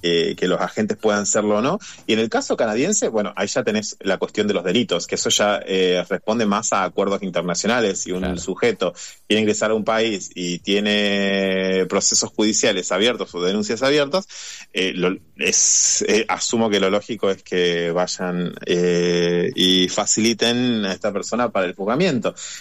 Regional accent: Argentina; para nosotros, como argentinos

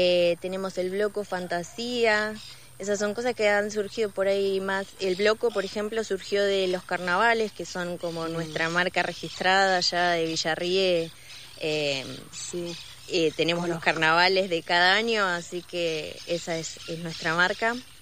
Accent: Olavarría, Buenos Aires Province, Argentina; moved away as an adult; now in Paravachasca Valley, Córdoba, Argentina; soy originaria de Olavarría, provincia de Buenos Aires. Hace 7-8 años ya que estoy acá en el Valle.

